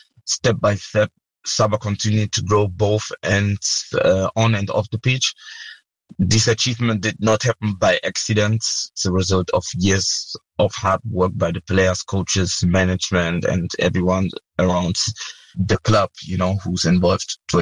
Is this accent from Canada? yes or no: no; Germany; I was born and raised in Germany, but I'm very proud of my Rwandan roots and of the opportunity to represent Rwanda internationally.